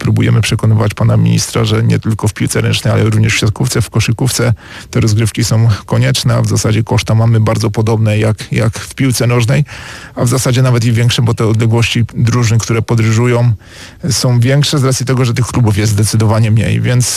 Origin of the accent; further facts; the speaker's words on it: Zawadzkie, Opole Voivodeship, Poland; moved away; pochodzę z Zawadzkiego, więc zawsze chętnie tu przyjeżdżam, moi rodzice tu mieszkają i to jest mój region.